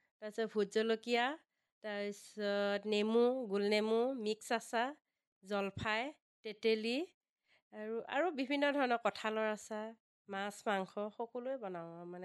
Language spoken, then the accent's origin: Assamese; Morigaon, Assam, India; হয়, মৰিগাঁও দণ্ডুৱাত আমাৰ গাঁওখন খুবেই সুন্দৰ।